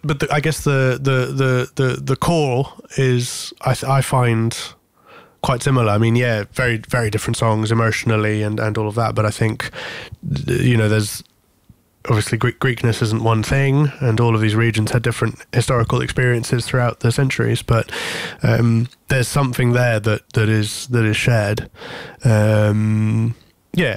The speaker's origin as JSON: {"language": "English", "town": "Corfu", "region": "Ionian Islands", "country": "Greece", "tie": "born or raised there", "said": "the Seven Islands chain that I grew up in Corfu, which is at the top of the chain."}